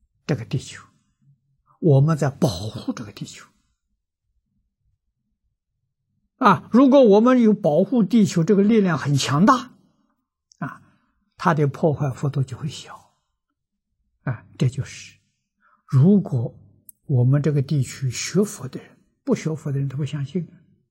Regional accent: Lujiang, Anhui, China; moved away; 所以在庐江，我的老家

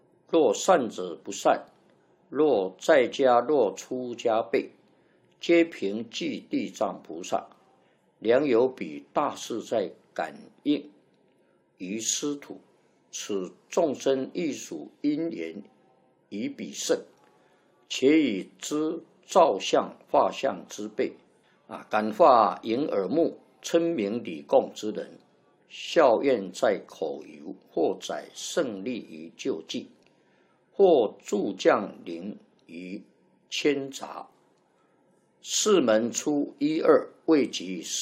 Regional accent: China

